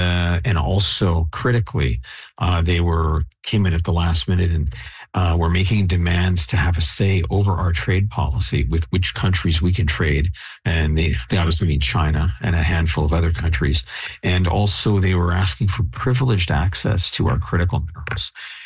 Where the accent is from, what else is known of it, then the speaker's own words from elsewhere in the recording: Canada; I don't say this because I'm Canadian.